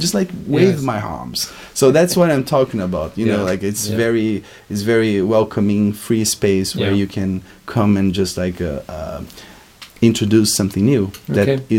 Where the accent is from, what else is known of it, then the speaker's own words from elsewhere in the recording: Brazil; moved away; hey, hello, I'm from Brazil.